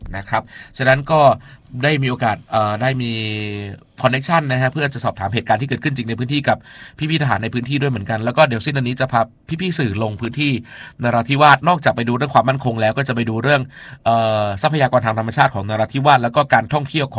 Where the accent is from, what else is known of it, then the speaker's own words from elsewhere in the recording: Songkhla, Thailand; คนใต้ครับเป็นคนสงขลาครับ